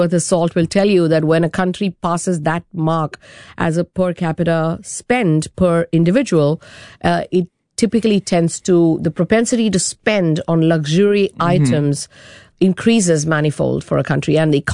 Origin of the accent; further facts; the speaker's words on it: India; But as an Indian, I was doubly disadvantaged.